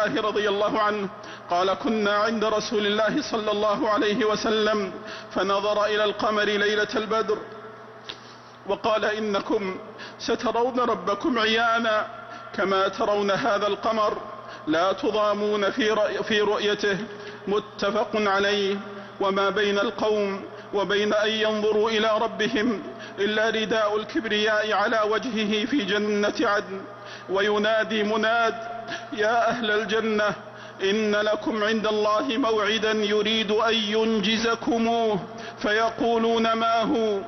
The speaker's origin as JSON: {"language": "Arabic", "country": "Saudi Arabia", "said": "واحفظ بلادنا المملكة العربية السعودية"}